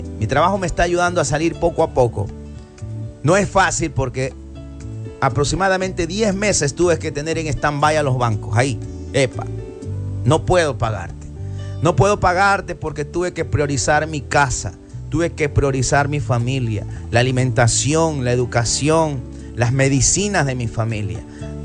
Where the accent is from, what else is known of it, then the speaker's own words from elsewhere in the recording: Ecuador; De Ecuador, mi querida Cecilia Rosa, de Ecuador. Sí, somos de Ecuador.